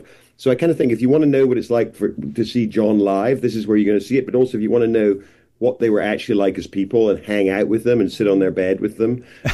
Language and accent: English; United Kingdom; Well, I'm British, so I'm not really sure what that means, but it sounds good.